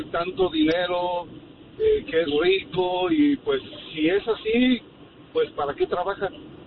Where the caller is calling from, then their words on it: Chicago, Illinois, United States; De la ciudad de los vientos, Chicago, Illinois.